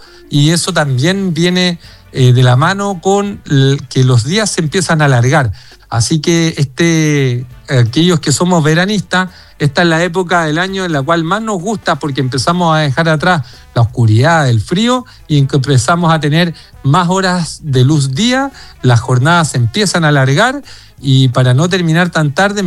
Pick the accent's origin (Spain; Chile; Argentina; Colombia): Chile; somos chilenos por igual